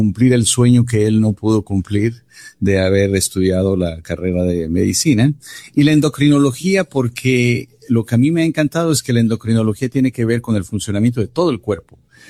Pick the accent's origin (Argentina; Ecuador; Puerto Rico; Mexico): Mexico; Mexico City; moved away; Hugo Sánchez nació en el barrio donde yo crecí, en Ciudad de México.